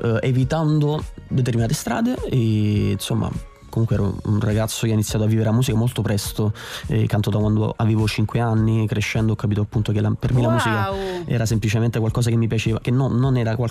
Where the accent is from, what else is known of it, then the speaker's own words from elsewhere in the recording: Naples, Campania, Italy; io vengo da Napoli, precisamente vengo da Barra, un quartiere di Napoli, e un quartiere comunque difficile